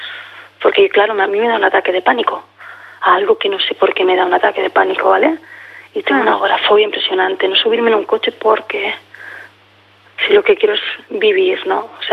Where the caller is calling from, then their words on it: Catalonia, Spain; Puedo decir que es un pueblo de Gerón.